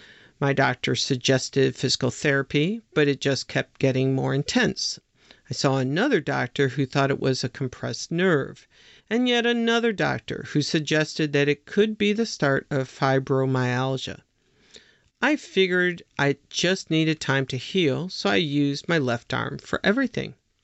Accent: Connecticut, United States; the fact I grew up in Connecticut, where the tick-borne disease was first found

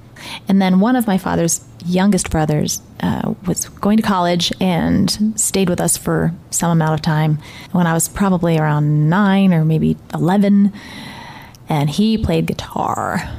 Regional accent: New York, United States; moved away; I'm originally from New York

